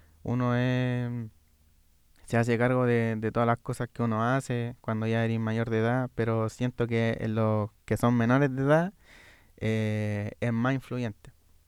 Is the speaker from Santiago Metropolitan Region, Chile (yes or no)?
yes; Santiago, Santiago Metropolitan Region, Chile; Yo soy de Cerro Navia, entonces una comuna que en sí la veía en la tele a seguido, que pasó esto, que balacera o cosas así.